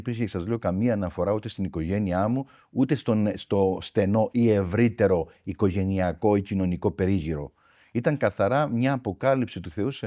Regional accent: Heraklion, Crete, Greece; Βέβαια, ήμουν και ένα παιδί το οποίο μεγάλωσα στο Ηράκλειο.

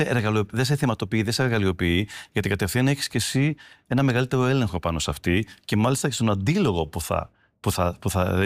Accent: Greece; born there; είμαι πολύ περήφανος και χαρούμενος που είμαι Έλληνας που γεννήθηκα στην Ελλάδα

